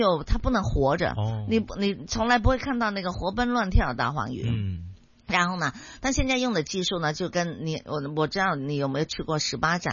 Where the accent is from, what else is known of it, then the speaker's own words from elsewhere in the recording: Chaozhou, Guangdong, China; 杨师傅也是我们潮州人呢